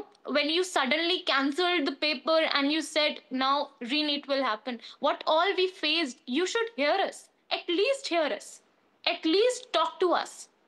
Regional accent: India; I proudly say that I'm an Indian, you know, an Indian citizen.

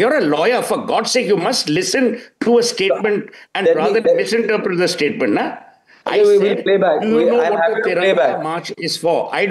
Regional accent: Kolkata, West Bengal, India; I come from Calcutta.

